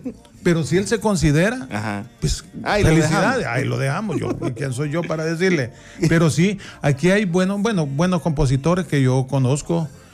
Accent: Pasaquina, La Unión, El Salvador; yo soy originario de Pasaquina.

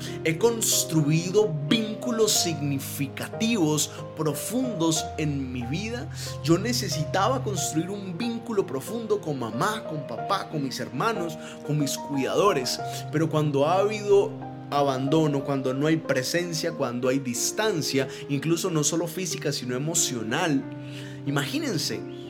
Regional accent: Caquetá, Colombia; now in Medellín, Colombia; Yo no soy de Medellín, pero vivo en Medellín hace 20 años quizás, más o menos, soy de Caquetá, del sur del país, y llegar aquí solo, con unos amigos

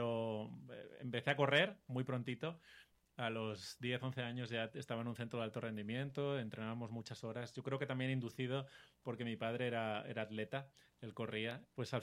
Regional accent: Spain; Yo, como españolete

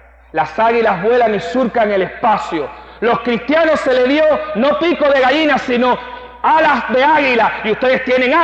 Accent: Cuba; Yo soy muy cubano, sé que somos mucho ritmo, los caribeños.

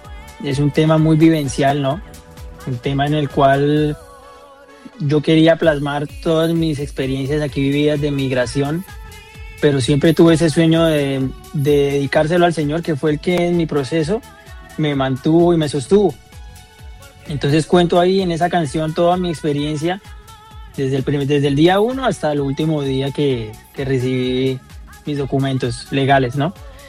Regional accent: Colombia; moved away as an adult; now in Barcelona, Spain

